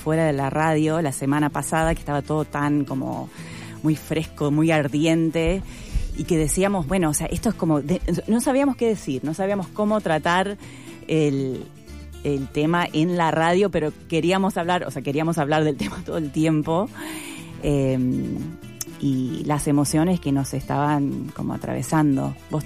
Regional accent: Canada; Yo me crié en Canadá, y ahí se suele, por ejemplo, minimizar el debate sobre el racismo

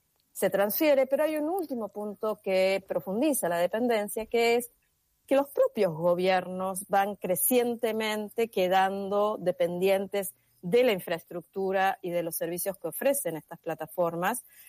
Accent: Argentina

